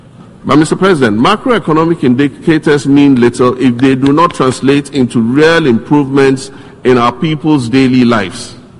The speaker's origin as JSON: {"language": "English", "country": "Ghana"}